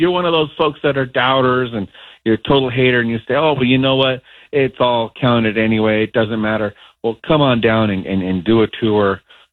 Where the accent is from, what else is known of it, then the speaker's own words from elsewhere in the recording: United States; born there; I was born here. I'm American, just like anybody else.